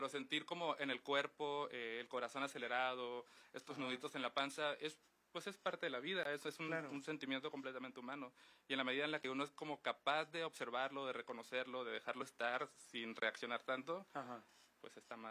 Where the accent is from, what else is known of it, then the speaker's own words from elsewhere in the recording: Mexicali, Baja California, Mexico; Yo soy de Mexicali.